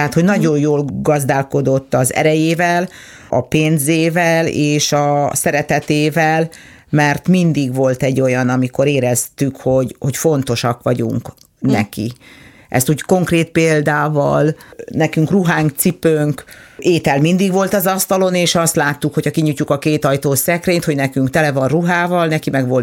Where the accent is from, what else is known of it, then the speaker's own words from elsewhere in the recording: Budapest, Hungary; én Budapesten nőttem föl, vidékre jöttünk föl 73-ba